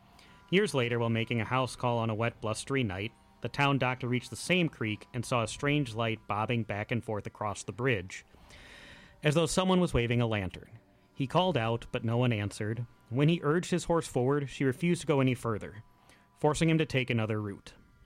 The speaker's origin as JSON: {"language": "English", "town": "Adrian", "region": "Minnesota", "country": "United States", "tie": "born or raised there", "moved": "yes"}